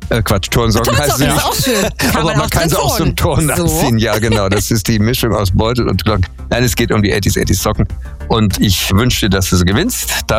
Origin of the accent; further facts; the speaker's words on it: Dortmund, North Rhine-Westphalia, Germany; born there; ich bin in Dortmund geboren